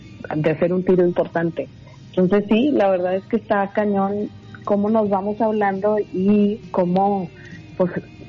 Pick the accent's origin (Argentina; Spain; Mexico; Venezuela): Mexico